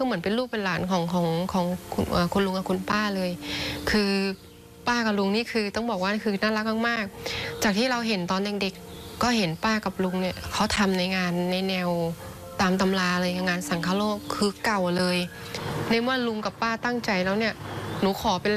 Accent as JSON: {"language": "Thai", "region": "Sukhothai", "country": "Thailand", "tie": "born or raised there", "said": "แต่เราเป็นคนสุโขทัยสุโขทัยแท้เลยคือกำเนิดที่นี่เลยแล้วบ้านเก่าของตัวครูสาวเองเนี่ยอยู่ที่เตาทุเรียง"}